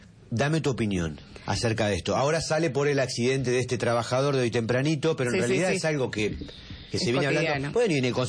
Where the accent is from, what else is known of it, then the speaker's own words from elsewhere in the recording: Santa Fe, Argentina; now in Reconquista, Argentina; no solo acá en Reconquista, en la región y también en Santa Fe Capital, de donde soy